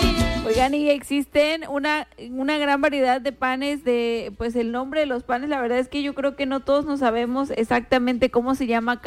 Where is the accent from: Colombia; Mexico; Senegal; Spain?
Mexico; como mexicanos, un cafecito sin pan como que no amarra